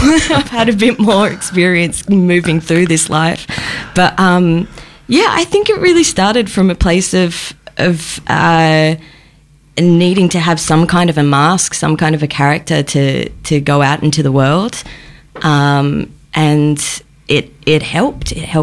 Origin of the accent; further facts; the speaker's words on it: Hobart, Tasmania, Australia; and I'm from Hobart. There wasn't really... it was very much... The theatre in general was very much seen as a hobby when I was growing up and not a career path to pursue.